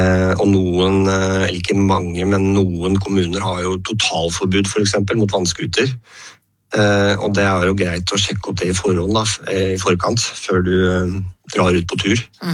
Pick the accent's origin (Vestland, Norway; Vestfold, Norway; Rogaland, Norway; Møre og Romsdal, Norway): Vestfold, Norway; Sandefjord; jeg begynte jo med en liten båt hjemme i Sandefjord